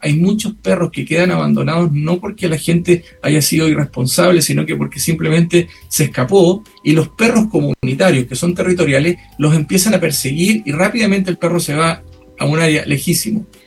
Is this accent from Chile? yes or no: yes; Chile; also born or lived in England / United States; El problema somos los chilenos que no tenemos la costumbre de cuidar a nuestros animales y hacernos responsables de lo que ellos hagan. Yo viví fuera de Chile, en Inglaterra y en Estados Unidos